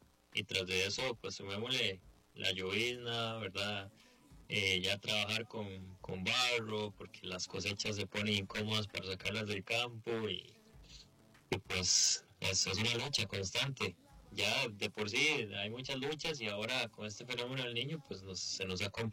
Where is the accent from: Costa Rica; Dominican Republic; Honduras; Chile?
Costa Rica; Pacayas, Cartago; Bueno, nosotros somos de Pacayas, pero producimos en la parte del volcán Turrialba y el volcán Irazú.